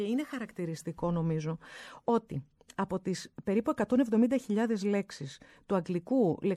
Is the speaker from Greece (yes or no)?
yes; Greece; Το καμαρώνουμε αυτό ως Έλληνες.